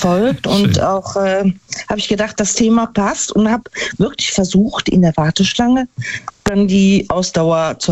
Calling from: Neunkirchen-Seelscheid, North Rhine-Westphalia, Germany; Ja, ich bin aus Neunkirchen-Sülscheid

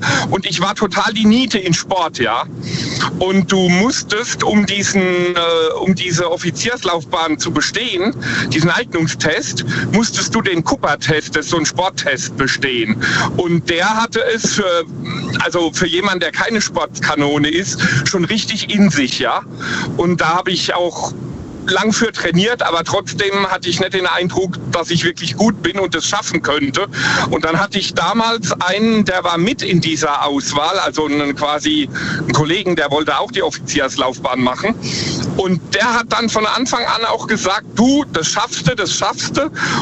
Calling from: Ruppertsberg, Rhineland-Palatinate, Germany; Ich komme aus der Ecke Rupertsberg.

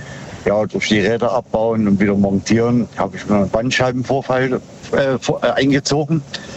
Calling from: Simmern, Rhineland-Palatinate, Germany; Aus Simmern, Hunsrück.

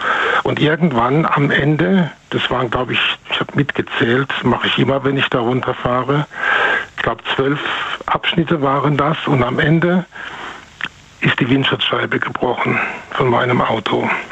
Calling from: North Rhine-Westphalia, Germany; aus dem Rhein-Sieg-Kreis.

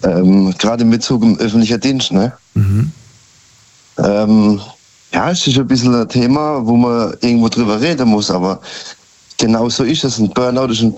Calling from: Karlsruhe, Baden-Württemberg, Germany; Ich komme aus Karlsruhe.

